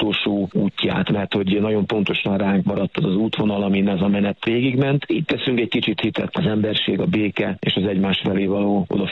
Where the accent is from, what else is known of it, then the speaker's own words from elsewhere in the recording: Kunszentmiklós, Bács-Kiskun, Hungary; 2017-ben Kunszentmiklóstól, az én szülővárosomból gyalogoltam el a horvátországi Szent Lászlóba